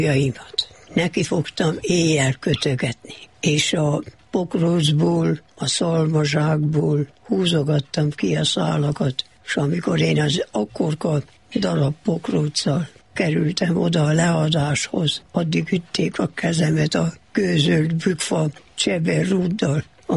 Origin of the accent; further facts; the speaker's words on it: Okland, Harghita, Romania; now in Miercurea Ciuc, Romania; Oklandon éltem le az életemet, amíg otthon voltam. Ott jártam iskolába, már 5 éves koromban mentem az iskolába